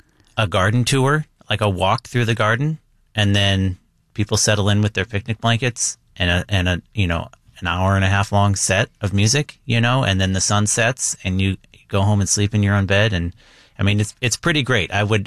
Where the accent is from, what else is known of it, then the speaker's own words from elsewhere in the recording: St. Louis, Missouri, United States; I grew up in St. Louis. I grew up in Missouri.